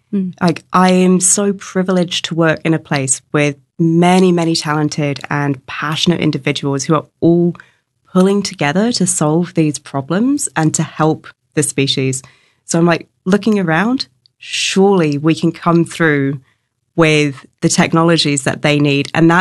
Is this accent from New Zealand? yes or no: yes; New Zealand; I grew up in New Zealand in Aotearoa